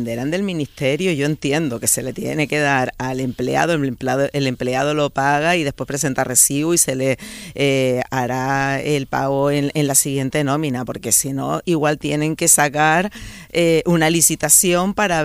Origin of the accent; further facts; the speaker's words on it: Canary Islands, Spain; ya las que no nos sentimos bien en Canarias somos las Canarias